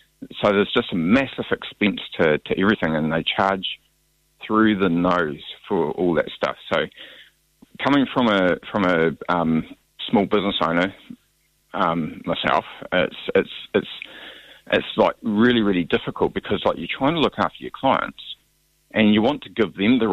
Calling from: Stewart Island, Southland, New Zealand; I'm from Stewart Island

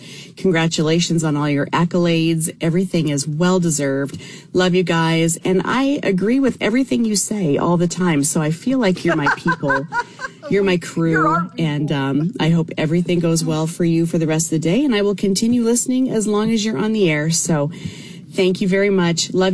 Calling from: Maine, United States; from Maine, and I'm a very long-time listener.

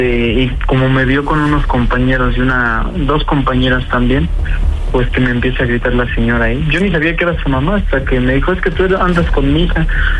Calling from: Chalco, State of Mexico, Mexico; Tengo 34 años, soy de Chalco.

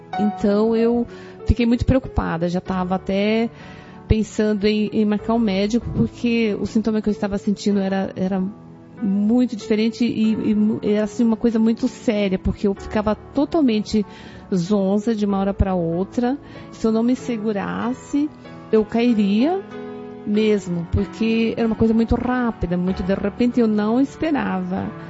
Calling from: Joinville, Santa Catarina, Brazil; sou de Joinville, Santa Catarina.

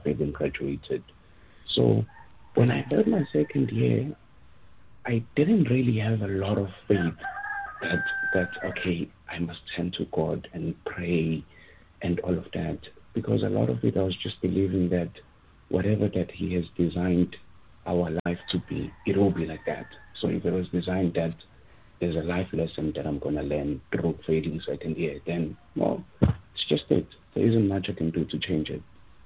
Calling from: South Africa; So, I guess it's proper. I'm in South Africa.

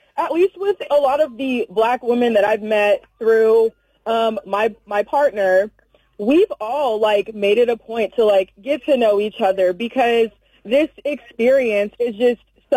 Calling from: Indianapolis, Indiana, United States; I'm calling from Indianapolis.

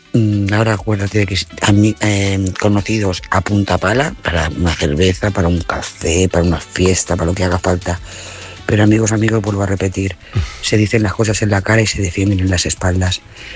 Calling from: Lloret de Mar, Catalonia, Spain; de Lloret de Mar, corresponsal de esa audiencia

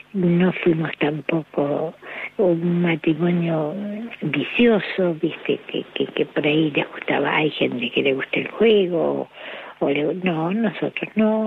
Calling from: Mar del Plata, Buenos Aires Province, Argentina; Somos socios del Hospital de la Comunidad, que acá en Mar del Plata es lo mejor que hay, dentro de lo que da jubilados.

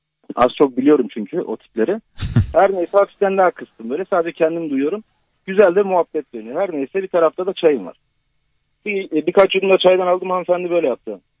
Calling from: Istanbul, Turkey; ben de İstanbul'dan arıyorum.

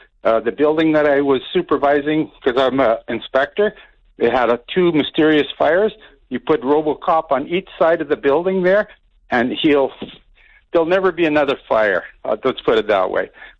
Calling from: Warman, Saskatchewan, Canada; Oh, no, I'm from Warman.

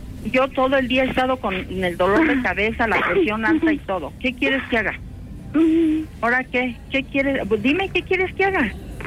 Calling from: Naucalpan, State of Mexico, Mexico; Yo vivo en Naucalpan

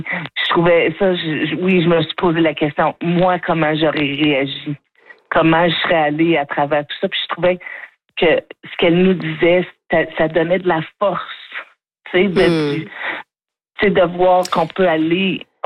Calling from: Edmonton, Alberta, Canada; je suis en Alberta.

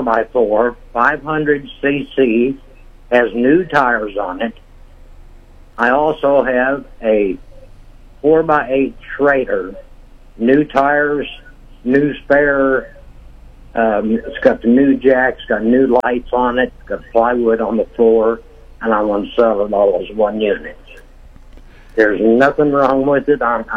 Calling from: Sedalia, Missouri, United States

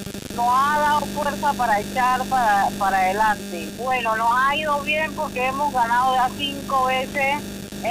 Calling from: Panamá Oeste, Panama; De Torrijos Carter

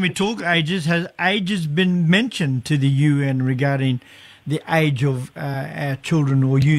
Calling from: Cairns, Queensland, Australia; I'm calling from Cairns, far north Queensland

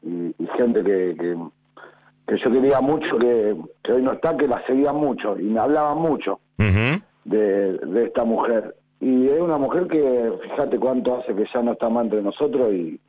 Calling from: Rosario, Santa Fe, Argentina; de Rosario.

